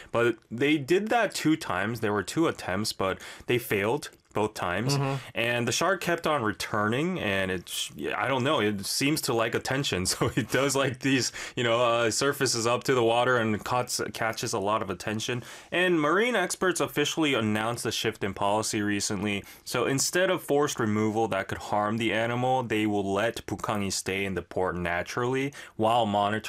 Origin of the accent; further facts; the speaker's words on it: Busan, South Korea; English is a second language; I think everyone I know around me that lives in Busan, I'm originally from Busan, right, have gone to see Bukkanggi.